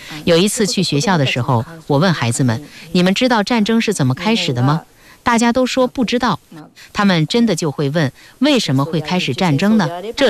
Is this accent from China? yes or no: no; Kitakyushu, Fukuoka, Japan; 虽然我自己也是在北九州市出生长大的